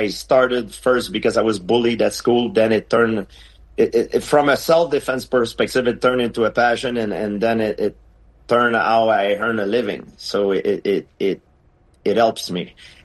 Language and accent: English; Canada; I'm Canadian